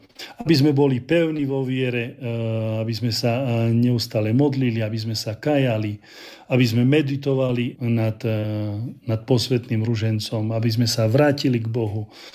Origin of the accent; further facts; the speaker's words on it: Abrahámovce, Prešov Region, Slovakia; moved away as an adult; also born or lived in Italy; now in Rwanda; V našej maličkej dedinke v Abrahamovciach v Bardejovskom okrese dokonca máme tam také multifunkčné ihrisko a pritom Abrahamovce nemajú ani 300 obyvateľov dokopy.